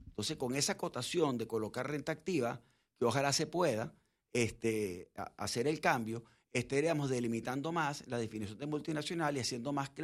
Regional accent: Venezuela; accent: Venezuelan; moved away as an adult; now in Panama; Yo soy abogado venezolano, por el acento ya saben.

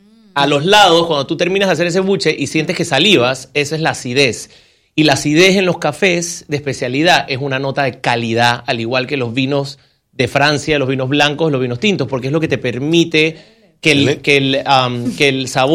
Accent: Panama; Yo soy gastrónomo panameño

